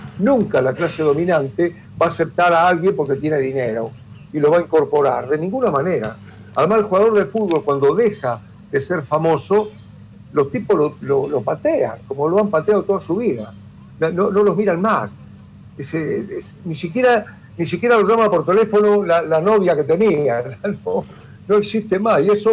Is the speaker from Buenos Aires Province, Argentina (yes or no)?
yes; Bahía Blanca, Buenos Aires Province, Argentina; Yo nací en Bahía Blanca, como ustedes saben, y me crié en un barrio que se llama Villa Mitre, ahí sí.